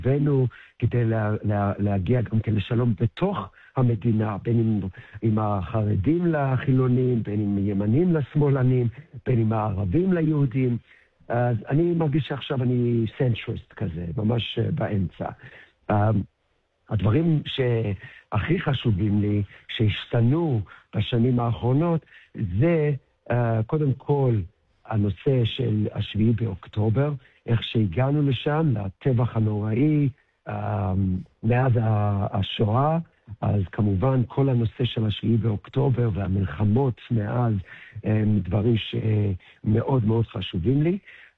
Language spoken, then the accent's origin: Hebrew; Australia; moved away as an adult; also born or lived in Israel; now in Ramat HaSharon, Israel; בטח, אני נולדתי בארץ, אבא אוסטרלי, אמא ישראלית, אבל גדלנו באוסטרליה, ואז עשיתי עלייה בפעם הראשונה כשהייתי בן 18, שזה היה ב-94.